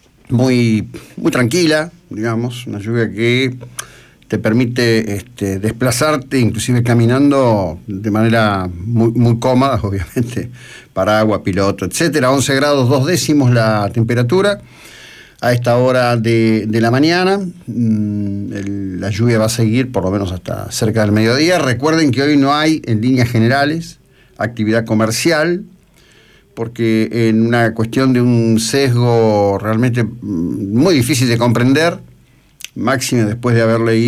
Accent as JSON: {"language": "Spanish", "country": "Argentina", "said": "somos argentinos"}